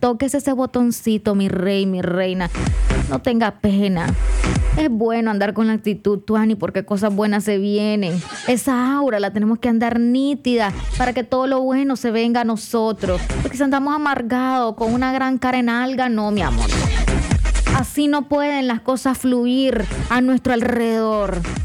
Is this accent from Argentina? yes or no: no; Nicaragua; Yo sé que somos nicas, no conocemos la puntualidad